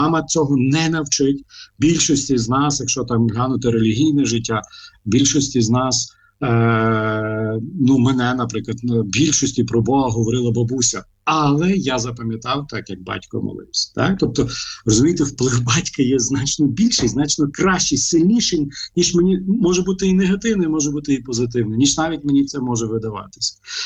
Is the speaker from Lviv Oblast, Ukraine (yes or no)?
yes; Lviv, Lviv Oblast, Ukraine; а я зростав у Львові